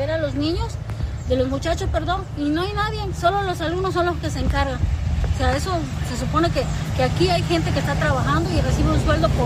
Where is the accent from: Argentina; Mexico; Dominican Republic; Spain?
Mexico; Campeche; Nosotros salimos a las 4 de la tarde de trabajar y somos de Campeche y venimos a buscar